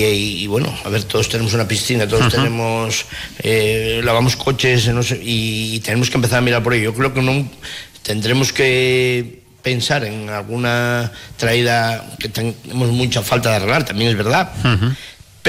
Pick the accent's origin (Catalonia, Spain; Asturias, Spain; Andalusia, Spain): Asturias, Spain; Piloña; pues yo creo que dar a conocer el Asturcón en Piloña, que sí. Somos tierra de Asturcones